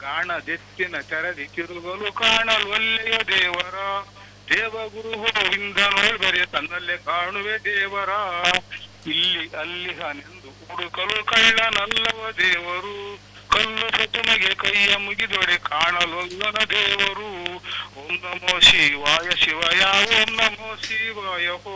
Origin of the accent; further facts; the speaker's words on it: Hemmadi, Karnataka, India; ನನ್ನ ಊರು ಕುಂದಾಪುರ ತಾಲೂಕಿನ ಹೆಮ್ಮಾಡಿ ಅಂತ, ಉಡುಪಿ ಜಿಲ್ಲೆಯವನು ನಾನು.